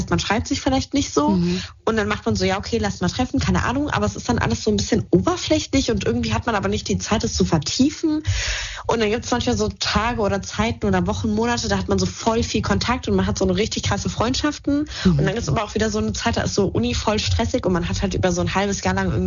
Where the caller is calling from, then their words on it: Idstein, Hesse, Germany